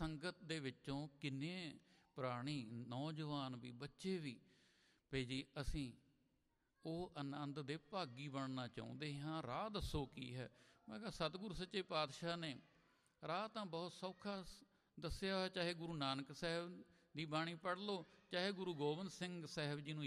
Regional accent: Chamkaur Sahib, Punjab, India; moved away as an adult; ਮੈਂ ਚਮਕੌਰ ਸਾਹਿਬ ਦਾ ਜੰਮਿਆ, ਉੱਥੇ ਪਲਿਆ, ਉੱਥੇ ਪੜ੍ਹਿਆ, ਉੱਥੇ ਮੈਂ ਰਿਟਾਇਰ ਹੋਇਆ

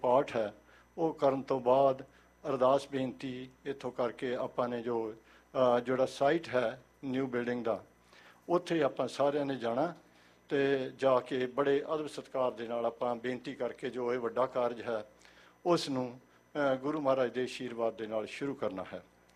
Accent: Vancouver, British Columbia, Canada; I'm from Vancouver, so.

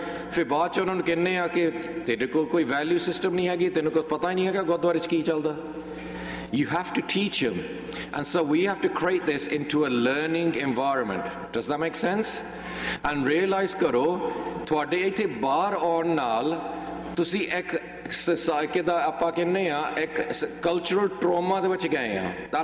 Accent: England, United Kingdom; ਅਸੀਂ ਇੰਗਲੈਂਡ ਦੇ ਸਿੱਖ ਹਾਂ, ਸੋ to give you a background on me

